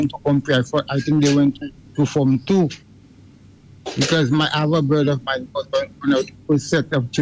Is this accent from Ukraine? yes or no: no; St. Lucia; growing up in the Marshall community